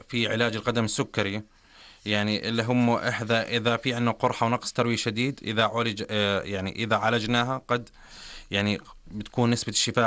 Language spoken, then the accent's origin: Arabic; Jordan; الموجودة عندنا بالأردن